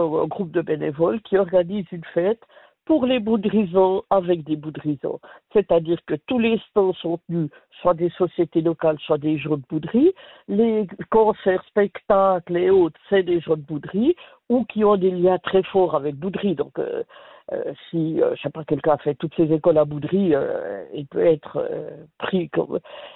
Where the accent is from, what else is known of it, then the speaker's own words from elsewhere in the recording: Neuchâtel, Switzerland; also born or lived in La Chaux-de-Fonds; Enfin, de la région de Neuchâtel.